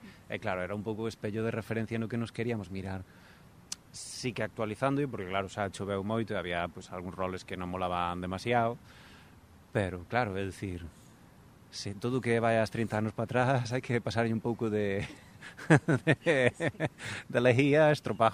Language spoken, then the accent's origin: Galician; Galicia, Spain; eu criei-me máis da zona de Vigo-Vigo, é dicir, eu criei-me no Valmiñor, miña familia do Morrazo